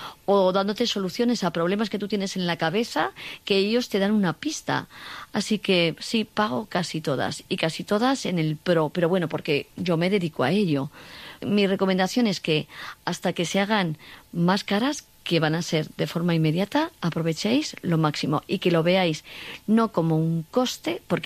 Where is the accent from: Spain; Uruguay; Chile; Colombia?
Spain; Cuenca, Castilla-La Mancha; now in Madrid, Spain